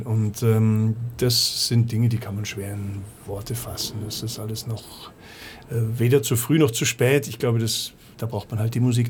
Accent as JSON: {"language": "German", "town": "Munich", "region": "Bavaria", "country": "Germany", "lives_now": "Austria", "said": "Und das sage ich als Münchner, ja, als Bayer, weil ich doch Österreich so lieben und schätzen gelernt habe."}